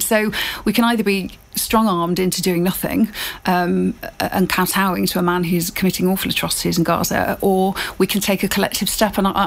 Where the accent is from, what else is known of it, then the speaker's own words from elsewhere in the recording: United Kingdom; which is a play on the 70s film No, Sex, Please, We're British, which plays to our British prudishness.